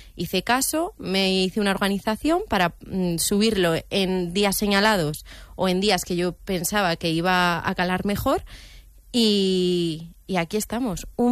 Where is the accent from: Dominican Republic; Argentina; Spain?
Spain; Brihuega, Castilla-La Mancha